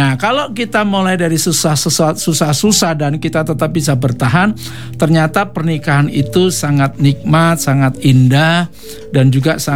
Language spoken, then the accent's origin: Indonesian; Java, Indonesia; karena saya Jawa